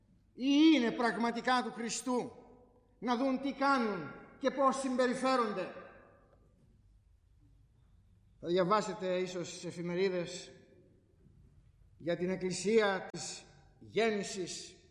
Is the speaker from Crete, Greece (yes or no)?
yes; Crete, Greece; born there; now in Thessaloniki, Greece; Είμαι πολίτης τούτης της πόλης από το 1941. Έζησα περισσότερα χρόνια από ό,τι στην πατρίδα μου την Κρήτη.